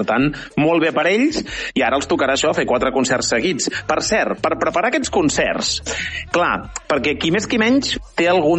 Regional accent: Catalonia, Spain; Sóc a casa, recordant com sensacions de confinament, perquè, de fet, com tu bé saps, sóc del Vallès Bo, és a dir, del Vallès Oriental

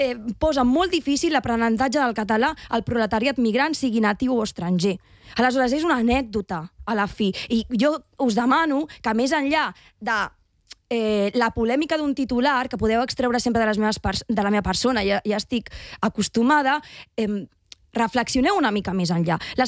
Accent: Catalonia, Spain; Catalan is a second language; som els catalans els que tenim moltes lliçons sobre què significa que ens obliguin a parlar una altra llengua

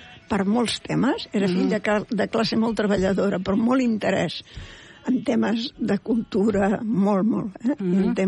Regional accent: Sant Just Desvern, Catalonia, Spain

